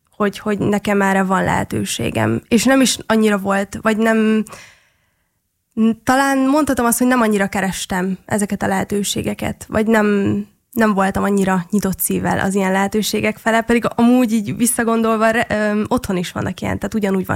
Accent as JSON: {"language": "Hungarian", "region": "Transylvania", "country": "Romania", "tie": "born or raised there", "moved": "as an adult", "lives_now": "Budapest, Hungary", "said": "erdélyi születésű vagyok, és otthon ennek óriási hagyománya"}